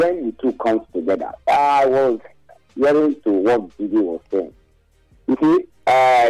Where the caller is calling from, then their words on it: Uselu, Edo, Nigeria; I'm from Ushelu, Ebor.